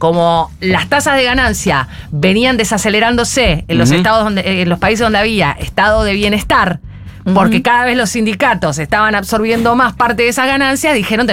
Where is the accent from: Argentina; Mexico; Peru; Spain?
Argentina